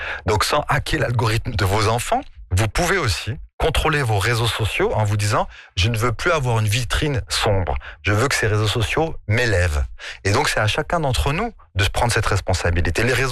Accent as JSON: {"language": "French", "country": "Morocco", "said": "Vous allez vous dire que je suis suisse, mais non, je suis marocain, un maghrébi"}